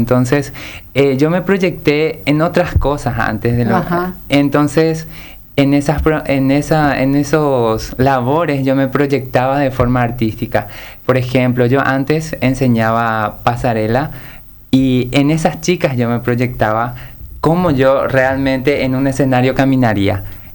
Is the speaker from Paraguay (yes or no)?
yes; Caaguazú, Paraguay; now in Asunción, Paraguay; Yo vine del interior de Caguazú. Vine en Asunción, en Trinidad, empecé a trabajar como vendedor en una ferretería.